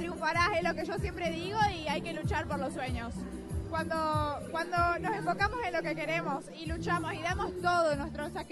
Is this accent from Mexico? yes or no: no; Argentina; ahora estoy como Miss Latina Argentina. Voy a estar este domingo, me voy para Punta Cana a representar el país internacionalmente, competir con otros países en el certamen Miss América Latina del Mundo 2026. Estoy muy contenta, muy feliz, quiero darlo todo por mi país, por mi gente.